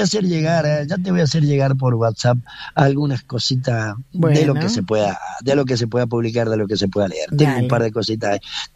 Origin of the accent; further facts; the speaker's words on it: Uspallata, Mendoza, Argentina; En Uspallata, que es mi pueblo natal, una FM chiquita.